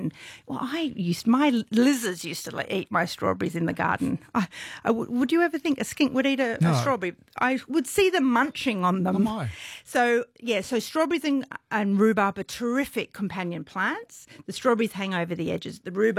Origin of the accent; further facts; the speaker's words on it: Scotland, United Kingdom; moved away; also born or lived in England; I'm Scottish.